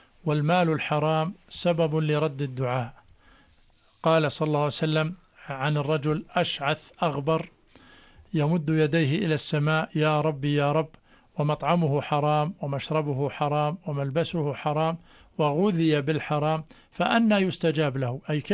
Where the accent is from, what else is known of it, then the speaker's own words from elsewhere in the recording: Jordan; لما تقول أنا حاج أردني، أنت مثال لكل من يراك في تصرفاتك